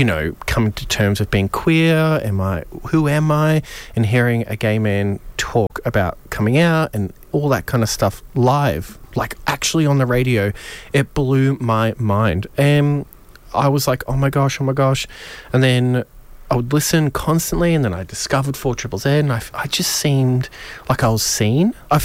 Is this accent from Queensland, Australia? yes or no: yes; Logan, Queensland, Australia; I grew up in Logan